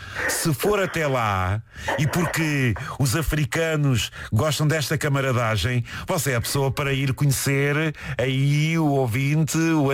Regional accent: Porto, Norte, Portugal; Eu também sou da Sé do Porto, mas o André era de Mira.

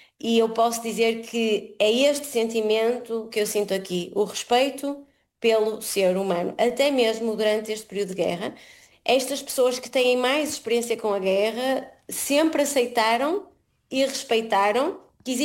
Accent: Portugal; moved away as an adult; now in Abu Dhabi, United Arab Emirates; eu enquanto portuguesa, pensei e achei, e assim fui criada, que era uma pessoa que realmente dava o meu melhor para respeitar o outro.

